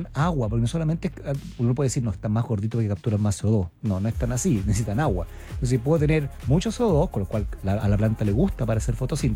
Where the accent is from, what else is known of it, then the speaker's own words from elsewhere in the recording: Iquique, Tarapacá, Chile; yo vengo de Iquique, yo soy de Iquique